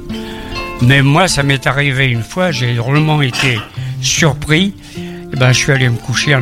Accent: Monteneuf, Brittany, France; Je suis de Monteneuf, donc dans le nord du département, et il y avait 4 cafés.

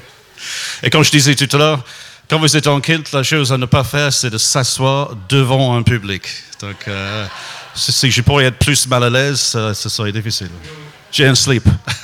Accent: Wales, United Kingdom; Ben, moi, je viens du nord-est du Pays de Galles, autour de Ruthin, Denby, par là.

